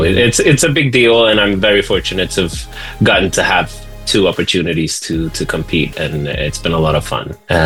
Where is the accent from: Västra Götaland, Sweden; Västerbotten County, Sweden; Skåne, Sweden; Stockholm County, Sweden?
Stockholm County, Sweden; Stockholm; But yeah, I'm from Stockholm, Sweden.